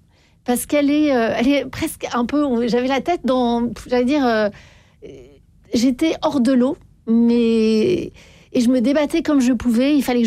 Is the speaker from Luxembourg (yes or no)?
no; Paris, Île-de-France, France; Vous savez, moi je suis parisienne, on râle beaucoup